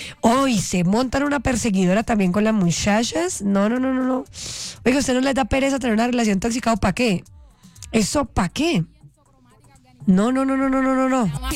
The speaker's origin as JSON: {"language": "Spanish", "town": "Cali", "region": "Valle del Cauca", "country": "Colombia", "said": "yo soy caleña"}